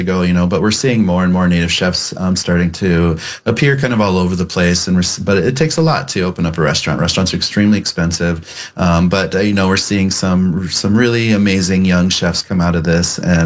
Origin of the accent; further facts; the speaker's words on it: Pine Ridge Reservation, South Dakota, United States; a reservation like mine, where I grew up on South Dakota in Pine Ridge Reservation